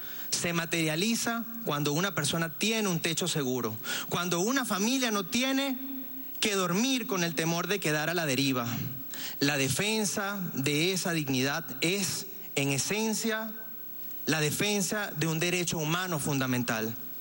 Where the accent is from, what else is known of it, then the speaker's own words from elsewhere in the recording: Venezuela; vivimos como venezolanos